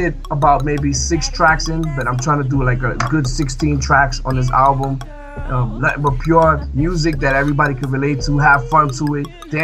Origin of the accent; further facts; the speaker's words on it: New York City, New York, United States; I'm from Harlem, New York.